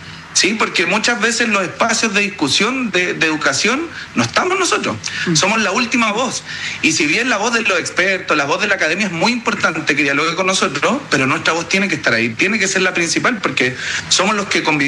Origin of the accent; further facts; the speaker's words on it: Santiago, Santiago Metropolitan Region, Chile; yo soy de Santiago